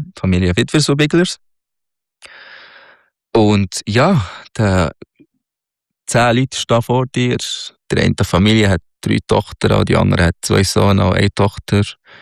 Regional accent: Egypt; now in Switzerland; Ja, ja, ja, natürlich. Natürlich, das ist mein Heimatland.

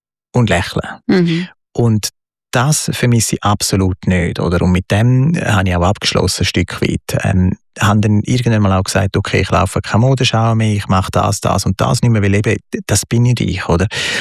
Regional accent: Switzerland; Ich bin Schweizer.

